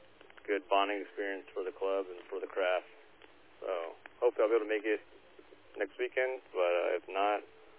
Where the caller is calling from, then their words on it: Ramona, California, United States; I'm transmitting from Ramona, a little northeast of San Diego.